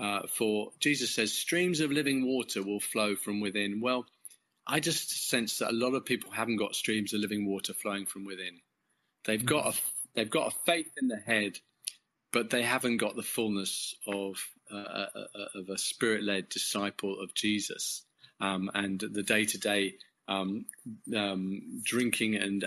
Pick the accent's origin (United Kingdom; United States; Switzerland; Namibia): United Kingdom; England; I'm English.